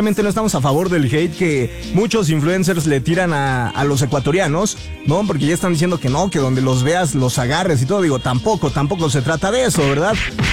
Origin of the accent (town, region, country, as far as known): Mexico